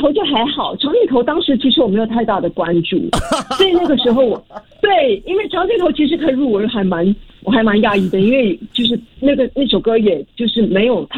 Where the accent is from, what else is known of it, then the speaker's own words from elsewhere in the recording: Singapore; 我们是新加坡人，谁说我们的中文不好？